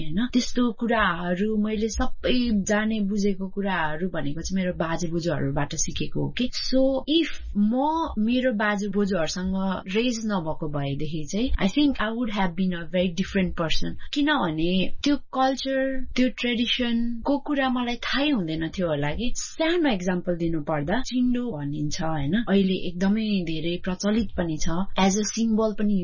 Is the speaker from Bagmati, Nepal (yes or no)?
no; Dharan, Koshi Province, Nepal; now in Hong Kong; म चाहिँ नेपालमा जन्मेको हुर्केको चाहिँ मेरो धरान, मेरो पुर्ख्यौली घर चाहिँ भनेको भोजपुर, अनि हामीहरू माइग्रेसन हुँदै हुँदै आएको, अनि अहिले चाहिँ म हङकङमा छु, तर मेरो पढाइहरू सबै नेपालमा नै भएको।